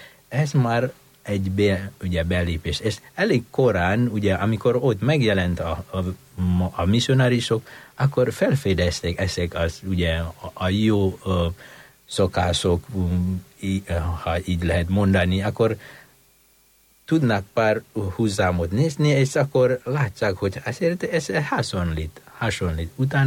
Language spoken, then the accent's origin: Hungarian; Indonesia; Hungarian is a second language; Mondjunk például az én kultúramban, amikor ugye Indonéziából származom, oda érkeztek a misionárisok